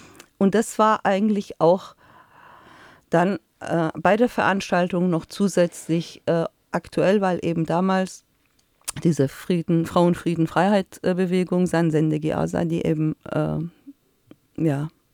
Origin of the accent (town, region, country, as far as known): Iran; German is a second language